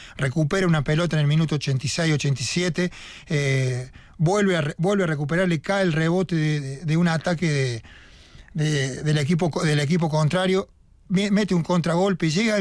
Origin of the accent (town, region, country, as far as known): Argentina